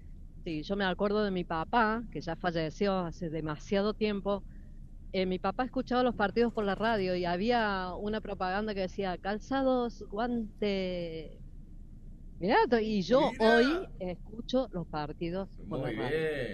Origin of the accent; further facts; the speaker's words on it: Córdoba, Argentina; Mi casa natal está de acá, del nuevo centro, 4 cuadras para arriba, en lo que era el pasaje San Juan.